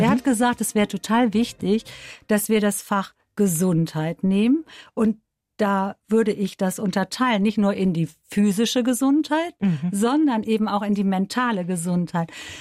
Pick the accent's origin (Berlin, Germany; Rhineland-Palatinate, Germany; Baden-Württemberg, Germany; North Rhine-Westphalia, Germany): North Rhine-Westphalia, Germany; Bonn; ich komme ja aus Bonn, ne?